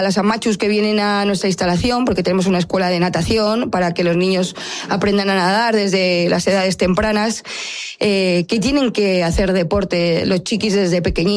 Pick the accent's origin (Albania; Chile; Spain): Spain; Madrid, Community of Madrid; moved away as an adult; now in Bilbao, Spain; yo vengo de Madrid, vine por este proyecto y llevo aquí 3 años en esta ciudad y me ha enamorado Bilbao. No quiero volver a Madrid.